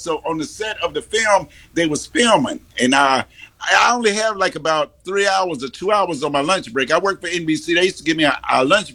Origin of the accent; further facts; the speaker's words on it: Chicago, Illinois, United States; I'm from Chicago.